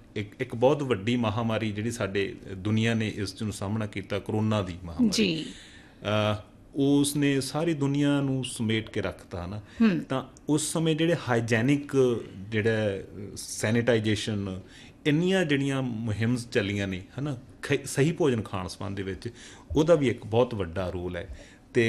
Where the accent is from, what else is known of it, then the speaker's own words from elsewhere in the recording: Punjab, India; ਸਾਡੇ ਮਾਲਵਾ ਖਿੱਤੇ ਦੀ ਗੱਲ ਕਰੀਏ, ਜਾਂ ਸਾਡੇ ਪੇਂਡੂ ਪਿਛੋਕੜ ਕਲਚਰ ਦੀ ਗੱਲ ਕਰੀਏ